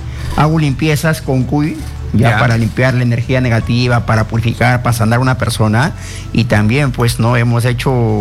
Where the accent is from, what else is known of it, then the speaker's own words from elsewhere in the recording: Puno, Peru; Yo soy de Puno.